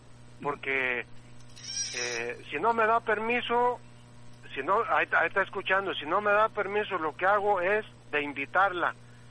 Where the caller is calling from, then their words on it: Jalisco, Mexico; a los de Jalisco dicen que somos mariachis. Okay, pues yo soy mariachi